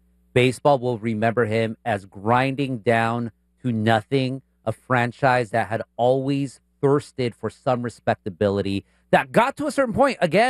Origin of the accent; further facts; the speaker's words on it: Anaheim, California, United States; born and raised in Anaheim with my nephew. We're 5 generations of Anaheimers. That's what we call ourselves, Anaheimers.